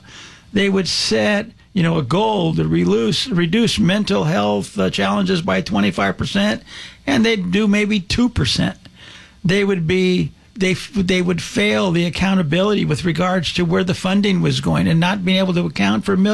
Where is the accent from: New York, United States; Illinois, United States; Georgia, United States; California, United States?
California, United States; Los Angeles; I know you grew up in Los Angeles, you know, so did I.